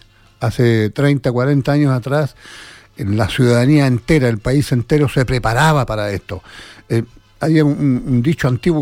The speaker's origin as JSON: {"language": "Spanish", "country": "Chile"}